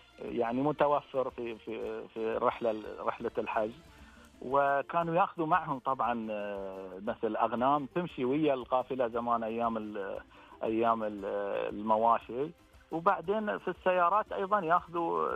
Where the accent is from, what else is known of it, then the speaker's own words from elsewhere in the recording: Al-Ahsa, Eastern Province, Saudi Arabia; عندنا في الأحساء